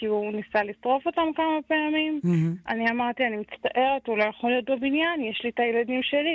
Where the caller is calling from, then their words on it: Central Israel, Israel; אז ככה, אנחנו מהמרכז.